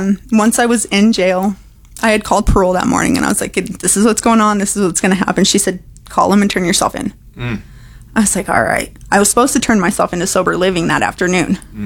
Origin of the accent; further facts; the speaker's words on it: Fort Morgan, Colorado, United States; from Fort Morgan.